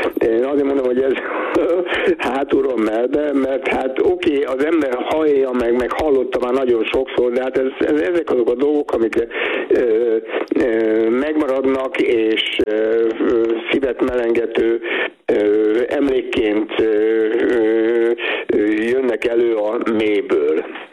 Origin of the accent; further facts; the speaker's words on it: Hungary; mi magyarok vagyunk, Magyarországra jöttünk